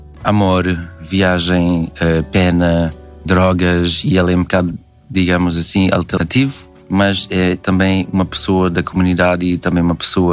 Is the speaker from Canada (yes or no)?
yes; Montreal, Quebec, Canada; Cresci ao lado de português, que era o bairro mais acima de onde eu cresci. e íamos lá sempre para comer frango piripiri, comer pastéis de nata, e eu acho que em Montreal, que é ainda mais multicultural